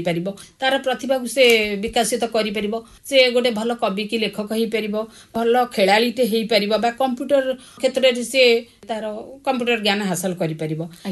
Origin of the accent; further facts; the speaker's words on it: Odisha, India; born there; ସାହିତ୍ୟ କ୍ଷେତ୍ରରେ ଓଡ଼ିଶାର ଯେଉଁ ଅବଦାନ, ମୁଁ ସବୁବେଳେ ଗର୍ବ କରେ ଯେ ମୁଁ ଓଡ଼ିଶାରେ ଜନ୍ମ ହେଇଛି ବୋଲି।